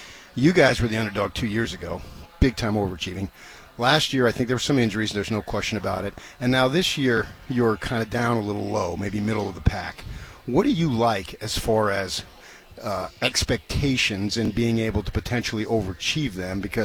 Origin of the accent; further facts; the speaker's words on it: Phoenix, Arizona, United States; In this I grew up in Phoenix.